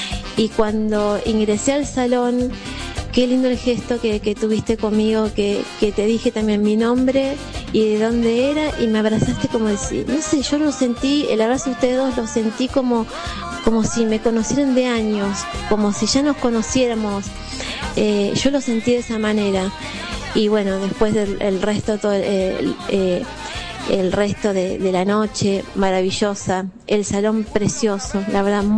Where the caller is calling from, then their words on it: Tablada, Buenos Aires Province, Argentina; de Tablada